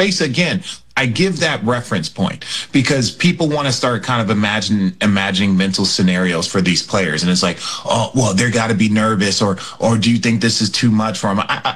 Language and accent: English; New York, United States; As a New Yorker, don't marvel too much.